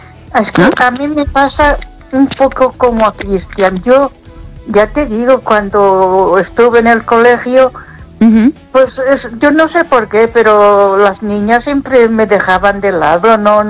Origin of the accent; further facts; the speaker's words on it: Catalonia, Spain; Pero vivo en un sitio, yo creo que ya te lo dije, que si no eres de su círculo y saben que soy catalana, automáticamente ya no te aceptan.